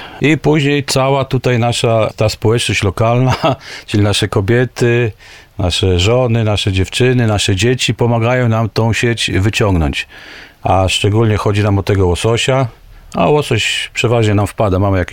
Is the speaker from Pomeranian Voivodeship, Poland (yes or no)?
yes; Jastarnia, Pomeranian Voivodeship, Poland; ja jestem tutaj Jastarnik, rodowity. Dla mnie to jest duma po prostu, że ja tutaj się urodziłem, że tu mieszkałem, że moi przodkowie tutaj się urodzili i się dorabiali.